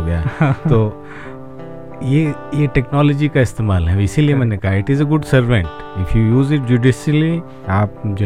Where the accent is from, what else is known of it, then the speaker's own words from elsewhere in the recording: Gonda, Uttar Pradesh, India; मेरी लाइफ तो गोंडा से ही शुरुआत हुई.